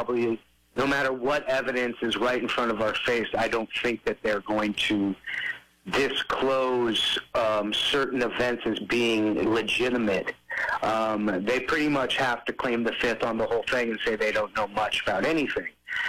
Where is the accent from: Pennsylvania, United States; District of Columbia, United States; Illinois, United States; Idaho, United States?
Illinois, United States; Kankakee; born there; It's referred to now as Bourbonus or Bourbon A, but yes, I was born in Kankakee.